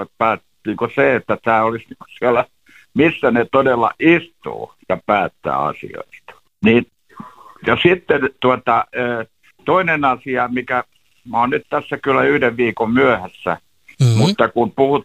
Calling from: Helsinki, Uusimaa, Finland; kun mä olen Helsingistä

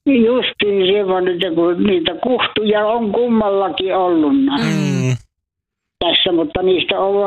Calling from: Central Finland, Finland; minä olen Keski-Suomesta ja Kivikirkolta.

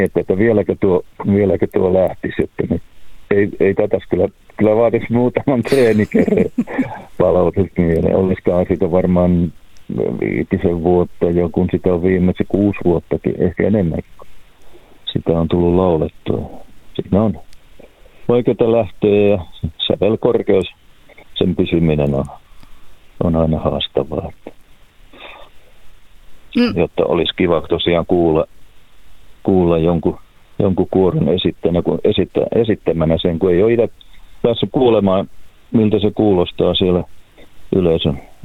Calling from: Jyväskylä, Central Finland, Finland; minä olen Jyväskylästä.

